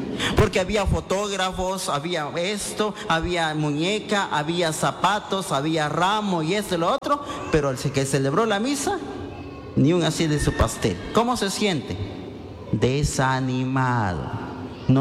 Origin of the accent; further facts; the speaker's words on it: Patzún, Chimaltenango, Guatemala; Yo soy de Pasún, Chimaltenango.